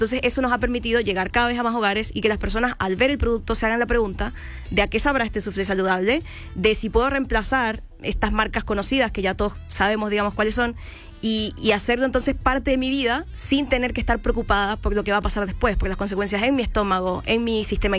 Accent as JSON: {"language": "Spanish", "country": "Chile"}